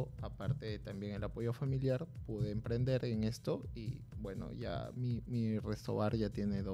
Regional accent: Huánuco, Peru; Sí, correcto, soy de Huánuco.

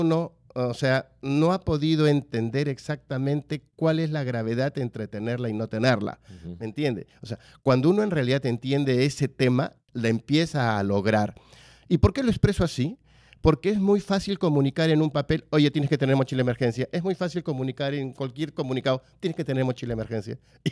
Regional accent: Peru

